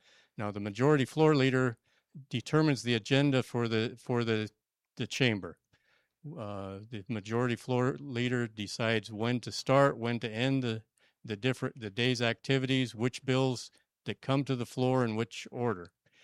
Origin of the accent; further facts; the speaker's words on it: Bedford, Wyoming, United States; I grew up here in Star Valley in Bedford